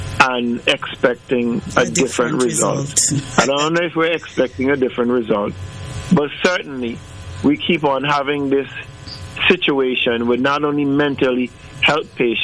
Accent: Antigua & Barbuda; I'm from Antigua

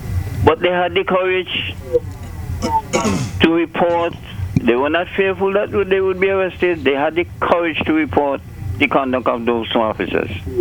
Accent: St. Vincent & Grenadines; moved away; he returned back to his hometown, St. Vincent and the Grenadines. That's my hometown too.

